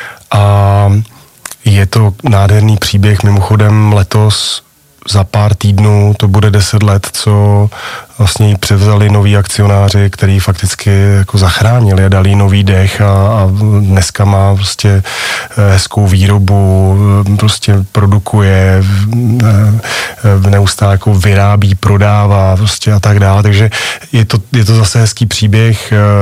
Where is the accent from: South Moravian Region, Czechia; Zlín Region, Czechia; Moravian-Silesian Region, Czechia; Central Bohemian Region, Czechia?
Moravian-Silesian Region, Czechia; Ostrava; Jako Ostravák, Tatrovka pro mě byla, prostě to byl legendární vůz